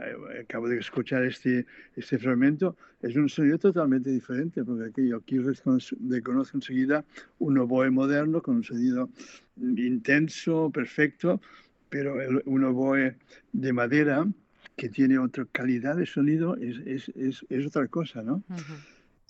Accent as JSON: {"language": "Spanish", "region": "Catalonia", "country": "Spain"}